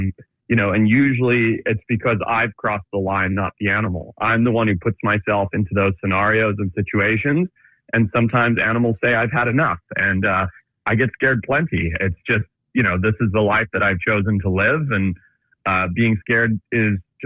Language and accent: English; Zimbabwe; I grew up in Zimbabwe. My family ran safari businesses. I learned to track wildlife and work with animals when I was 6 years old